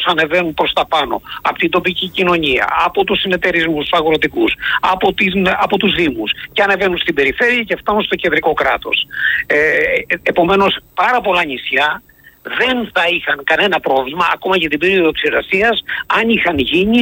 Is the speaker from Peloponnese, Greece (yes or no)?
yes; Peloponnese, Greece; θα σας πω για την πατρίδα μου τη Μάνη, το Δήμο Ανατολικής Μάνης